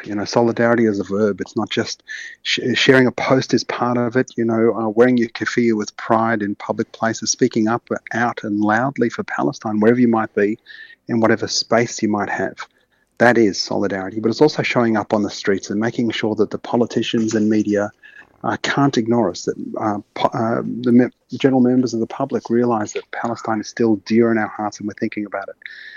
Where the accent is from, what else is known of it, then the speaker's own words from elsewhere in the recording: Australia; born there; Australia, the land of my birth and so many of us, that gave refuge to people like my father following the ethnic cleansing of Palestine